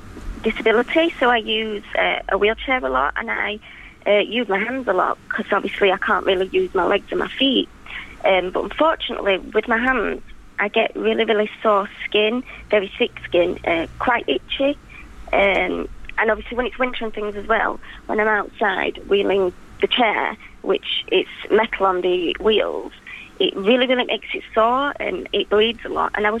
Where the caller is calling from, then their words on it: Yorkshire and the Humber, United Kingdom; I come from Exeter, close to Doncaster.